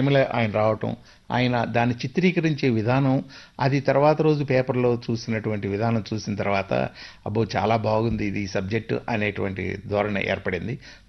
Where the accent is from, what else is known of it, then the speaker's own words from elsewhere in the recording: Undavalli, Andhra Pradesh, India; moved away as an adult; also born or lived in Vijayawada / Nagpur; నాది బాల్యం అంతా కూడా ఉండవల్లిలోనే జరిగిందండి. స్టడీస్ అన్నీ కూడా ఉండవల్లి పెనుమాక జరిగింది. ఆ తర్వాత విజయవాడలో జరిగింది.